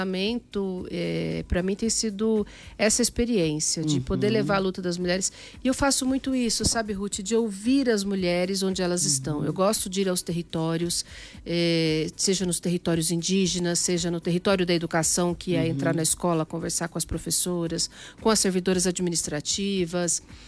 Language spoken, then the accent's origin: Portuguese; São Bernardo do Campo, São Paulo, Brazil; born there; Eu nasci em São Bernardo do Campo